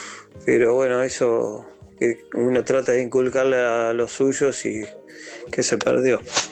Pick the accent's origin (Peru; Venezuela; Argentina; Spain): Argentina; Francisco Álvarez, Buenos Aires Province; de Francisco Álvarez Moreno, zona de Quintas.